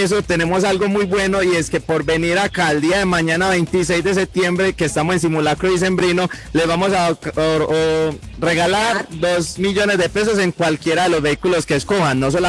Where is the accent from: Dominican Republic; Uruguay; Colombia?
Colombia; nosotros sabemos que como colombianos, sobre todo acá en Medellín, estamos llenos de mucha lomita.